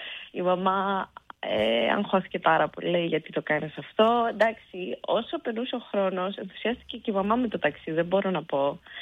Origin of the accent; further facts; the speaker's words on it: Greece; moved away; also born or lived in Litochoro / Denmark; Ενώ κατάγομαι από Τρικαλαμαθίας και από το Λεμαίδα, θεωρώ το Λιτόχωρο το χωριό μου.